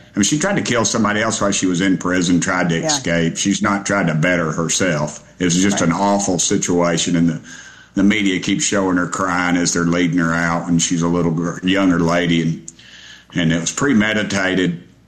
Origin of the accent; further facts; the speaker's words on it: Knoxville, Tennessee, United States; I grew up in Knoxville. I've been here my whole life.